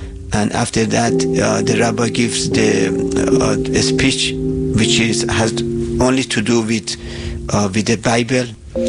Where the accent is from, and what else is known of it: Iran; English is a second language; now in United States